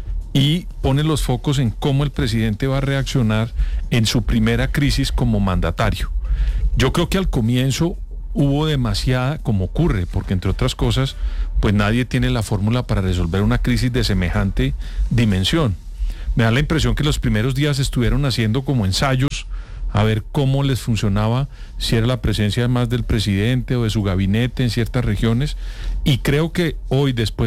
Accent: Colombia; yo, como colombiano

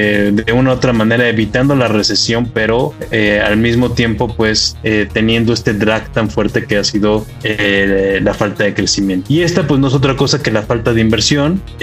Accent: Mexico

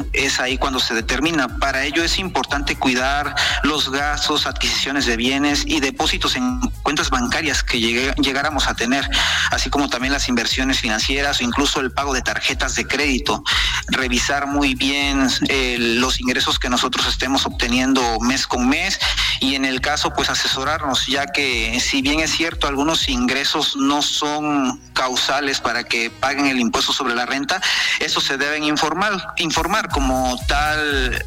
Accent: Mexico; nosotros como mexicanos

